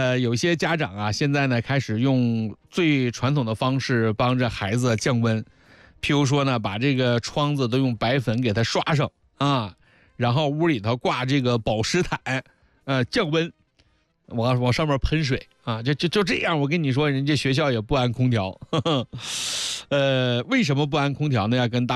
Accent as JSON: {"language": "Chinese", "town": "Hangzhou", "region": "Zhejiang", "country": "China"}